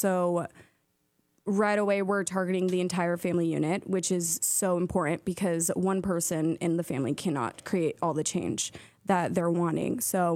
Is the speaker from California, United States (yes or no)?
no; New Mexico, United States; moved away as an adult; now in South Bend, United States; I'm from New Mexico.